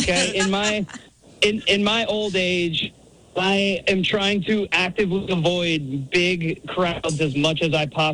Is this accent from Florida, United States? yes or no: yes; Orlando, Florida, United States; You know, I'm from Orlando. I'm a Magic fan.